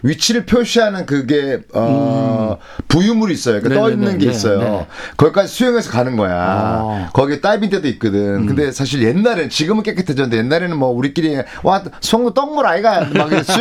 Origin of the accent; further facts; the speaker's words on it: Busan, South Korea; born there; also born or lived in Seoul; 저는 희한하게 부산이 고향인데도 서울 어릴 때 서울 잠깐 있었거든요. 그래서 네. 부산을 거꾸로 놀러 갔었어요. 그러니까 그 뒤로 살게 됐는데